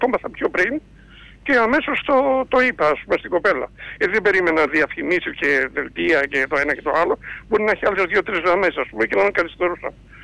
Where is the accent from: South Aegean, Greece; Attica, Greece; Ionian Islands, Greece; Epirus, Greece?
Attica, Greece; από τα Βόρεια Προάστια.